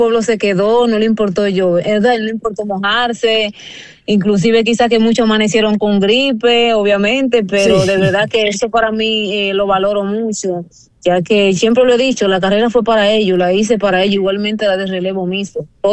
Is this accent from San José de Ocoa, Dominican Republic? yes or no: yes; Don Gregorio, San José de Ocoa, Dominican Republic; el pueblo de Don Gregorio, donde yo nací, me crié también, donde me inicié en el atletismo con Heriberto.